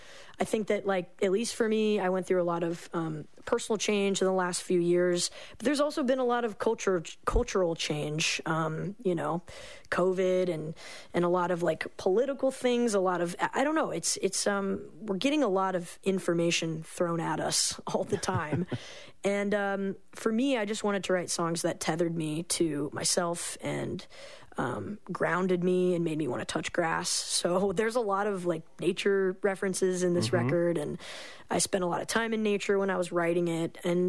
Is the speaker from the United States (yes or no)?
yes; Georgia, United States; also born or lived in Athens, Georgia; growing up in Georgia